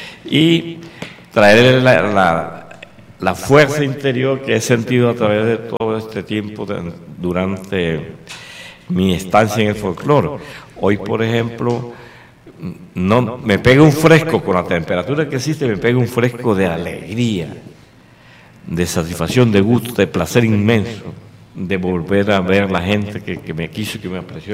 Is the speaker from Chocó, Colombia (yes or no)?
no; San Juan del Cesar, La Guajira, Colombia; now in Barranquilla, Colombia; de un querer volver a mi tierra después de tantos años, 25 años, y estar todavía con la necesidad de la felicidad que siempre viví toda la vida aquí, mi pueblo, mi terruño, este pueblo tan querido para mí